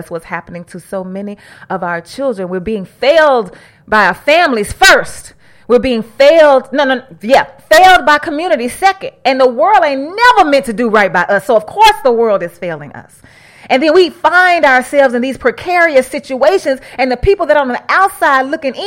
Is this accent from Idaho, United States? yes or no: no; Mississippi, United States; now in Arkansas, United States; I'm from Mississippi